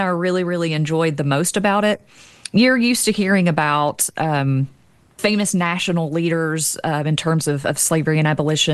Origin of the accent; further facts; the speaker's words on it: Kentucky, United States; I mean, I'm from Eastern Kentucky, and it makes me excited to hear about things that are going on